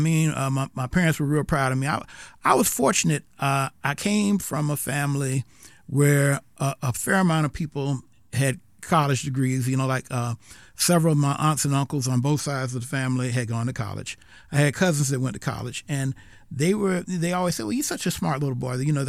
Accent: South Carolina, United States; So anyway, so the bottom line is I grew up in South Carolina. And it wasn't until I was an old man I realized that I actually have roots in South Carolina. Mm-hmm. But that's where I grew up.

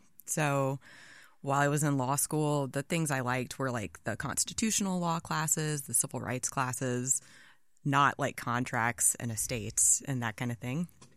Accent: Athens, Georgia, United States; moved away; I'm from Athens, Georgia

